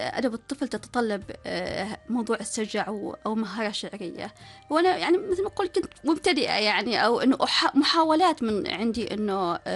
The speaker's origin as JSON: {"language": "Arabic", "country": "Oman", "said": "إيش علاقة لأن إحنا كعمانيين بالمسجد الأقصى."}